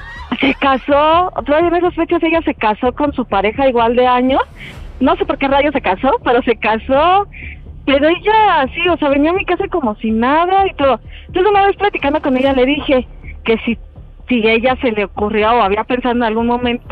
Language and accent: Spanish; Cuernavaca, Morelos, Mexico; Tengo 30 años, soy de Cuernavaca.